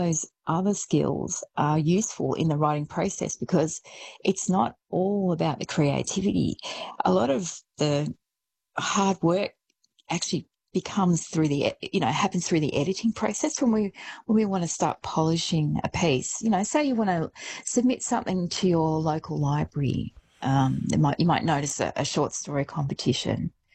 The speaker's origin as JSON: {"language": "English", "town": "Shepparton", "region": "Victoria", "country": "Australia", "tie": "born or raised there", "said": "I had a writing workshop up in my hometown of Shepparton only a few weeks ago"}